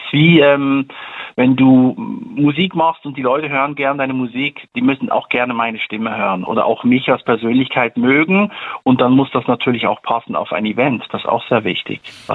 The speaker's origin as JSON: {"language": "German", "country": "Switzerland", "said": "bei uns in der Schweiz, ich bin ja Schweizer"}